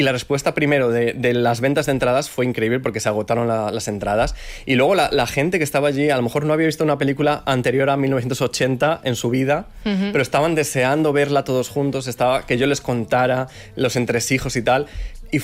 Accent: Zamora, Castile and León, Spain; Yo soy de Zamora, es uh-huh. una ciudad pequeña de provincias. Entonces, claro, yo crezco en los 90

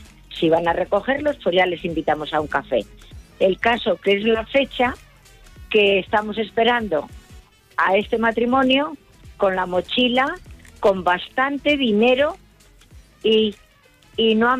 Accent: Burgos, Castile and León, Spain; Soy de Burgos.

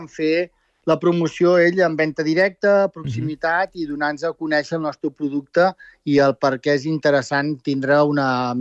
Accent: Sant Pere de Vilamajor, Catalonia, Spain; Avui aquí a Sant Pere de Vilamajor, d'on soc jo, soc d'aquí del Montseny

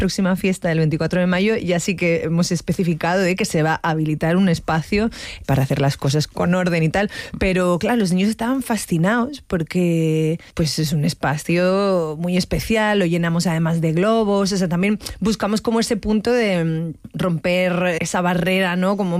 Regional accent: Canary Islands, Spain; A ver, es que yo soy canaria, entonces yo pienso tropical y pienso en frutas.

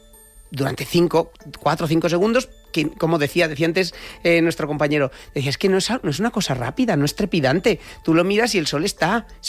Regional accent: El Pedernoso, Castilla-La Mancha, Spain; En Cuenca del Pedernoso, que es mi pueblo, así lo digo más.

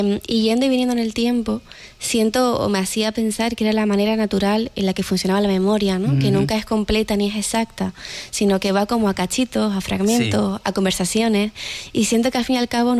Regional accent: Lanzarote, Canary Islands, Spain; moved away as an adult; also born or lived in Madrid; mi vuelta a la isla de Lanzarote, ¿no? Yo estuve 9 años fuera, y regresar al lugar de donde naciste y creciste

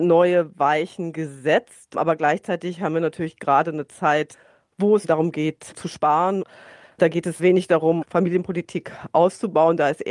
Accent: Berlin, Germany; ich komme aus Berlin

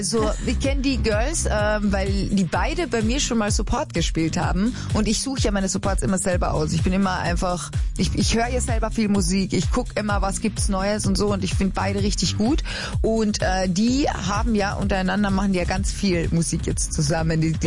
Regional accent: Austria; als Österreicherin

